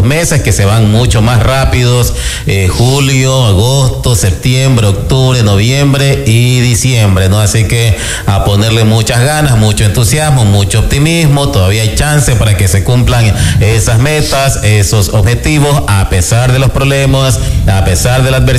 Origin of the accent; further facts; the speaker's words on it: Ecuador; Así somos los ecuatorianos